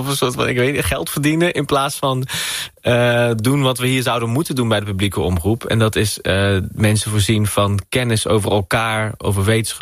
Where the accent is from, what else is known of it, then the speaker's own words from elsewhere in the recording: Netherlands; Toen denk ik, ja, maar ik ben ook Marokkaans. Ja. En ik ben Nederlander en ik ben het allebei.